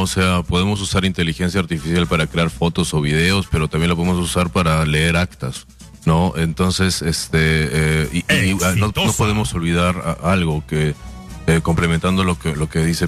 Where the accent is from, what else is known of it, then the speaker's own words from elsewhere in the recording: Arequipa, Peru; born there; accent: Central American; moved away; also born or lived in Germany; No, yo soy peruano, mi papá es alemán, he vivido en la mitad de mi vida en Alemania, pero sí, soy nacido en Arequipa.